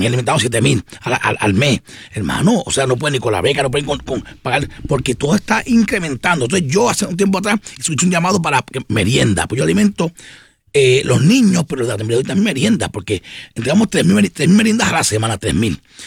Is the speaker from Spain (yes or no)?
no; Puerto Rico